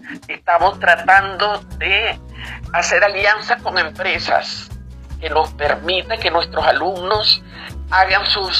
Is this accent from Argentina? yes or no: no; Venezuela; nosotros como venezolanos